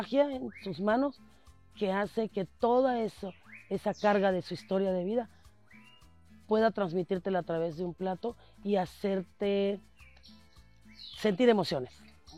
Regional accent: Mexico; a veces como mexicano nosotros no lo valoramos

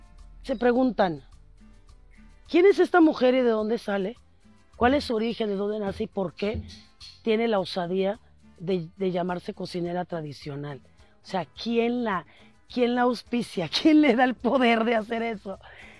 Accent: Mexico; Y a veces como mexicano nosotros no lo valoramos.

